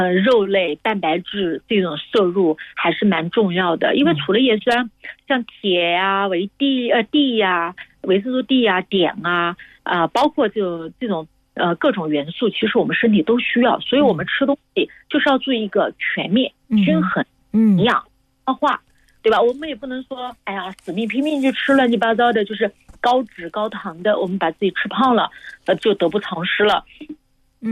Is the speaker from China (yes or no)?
yes; China; 我们就是中国的这种女性